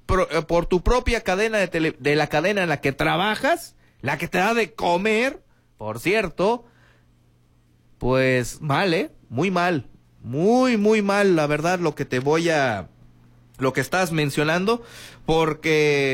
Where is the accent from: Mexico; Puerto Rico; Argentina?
Mexico; los mexicanos, o sea, nosotros